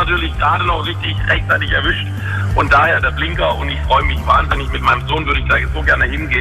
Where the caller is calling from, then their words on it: Böblingen, Baden-Württemberg, Germany; aus Böblingen.